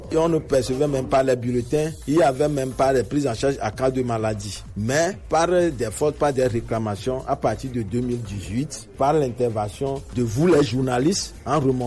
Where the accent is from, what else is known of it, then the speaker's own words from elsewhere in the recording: Togo; en tant que Togolais.